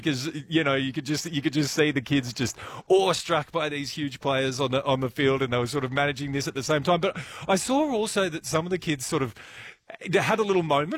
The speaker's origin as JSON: {"language": "English", "town": "Canberra", "region": "Australian Capital Territory", "country": "Australia", "tie": "born or raised there", "said": "I remember when I was growing up in Canberra, my mum had a few restaurants, a few shops around Canberra."}